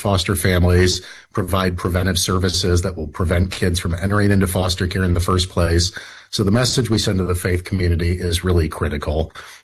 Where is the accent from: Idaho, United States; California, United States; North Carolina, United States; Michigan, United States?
Idaho, United States; in my home state of Idaho, in southeast Idaho, I had 150 families for every 100 kids.